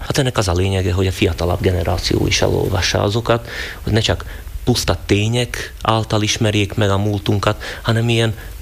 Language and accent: Hungarian; Turňa nad Bodvou, Košice Region, Slovakia; Hát ugye mivel tornai vagyok